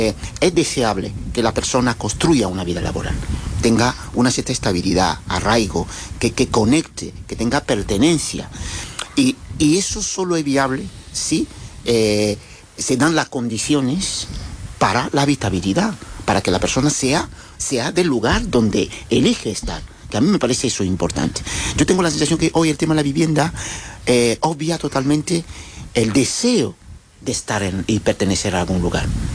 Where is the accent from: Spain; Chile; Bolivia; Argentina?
Spain; Jerez de la Frontera, Andalusia; yo soy de barrio de San Miguel